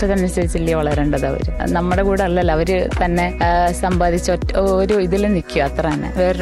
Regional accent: Perumon, Kerala, India; എന്റെ സ്ഥലം പെരുമൺ.

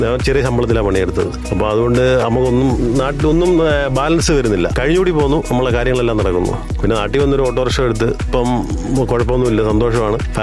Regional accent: Kunnicode, Kerala, India; വീട് കുട്ടാരക്കര കുന്നിക്കോട്.

